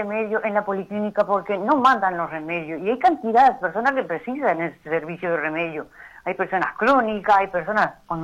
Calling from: Curtina, Tacuarembó, Uruguay; Yo llamo, estoy llamando desde Curtina.

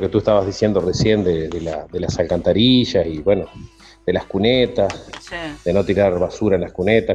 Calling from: Rincón de Pando, Canelones, Uruguay; Que vivo en Rincón de Pando

